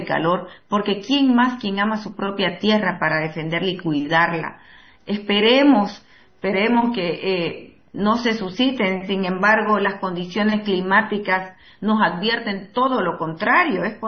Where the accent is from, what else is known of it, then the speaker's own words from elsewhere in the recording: Bolivia; Y tenemos que cuidarla como bolivianos.